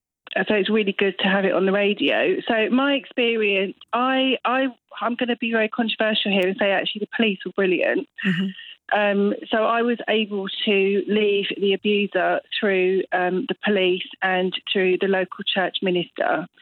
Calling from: Scotland, United Kingdom; I live in Eastern Barnshire.

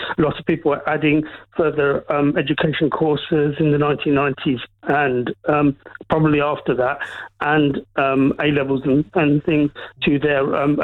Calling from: Alton, South East England, United Kingdom; Yes, I'm ringing from Alton today.

